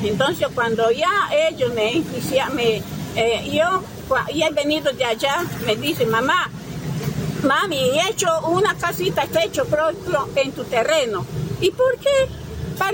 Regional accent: Maceda, Galicia, Spain; que me lo compre en Maceda, porque mi Maceda es mi tierra y mi sitio de venta y de trabajo

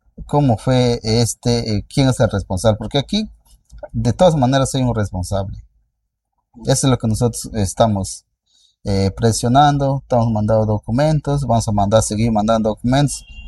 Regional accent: San Martín, Peru; now in Tarapoto, Peru; yo soy del Bajo Huallaga

